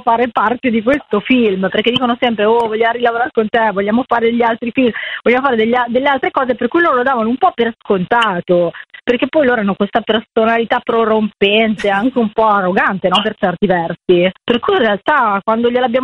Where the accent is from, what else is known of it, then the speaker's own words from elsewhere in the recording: Mantua, Lombardy, Italy; In realtà la nostra storia poi è accaduta a Mantova, noi siamo di Mantova, però Ferrara ci sembrava uguale per tanti versi.